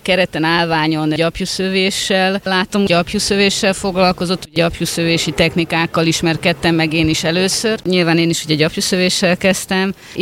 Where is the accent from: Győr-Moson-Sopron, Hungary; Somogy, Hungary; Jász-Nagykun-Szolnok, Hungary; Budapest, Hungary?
Somogy, Hungary; Hát ugye én somogyi vagyok, kicsit hazabeszélek, mert ugye Somogynak is a szőttes hagyománya rendkívül gazdag